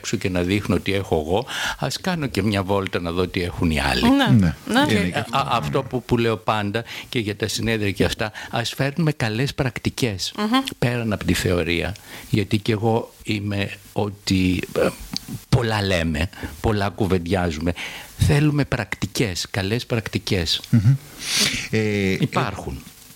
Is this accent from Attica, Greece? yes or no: yes; Athens, Attica, Greece; σαν Αθηναίος επίσης πολίτης να σας πω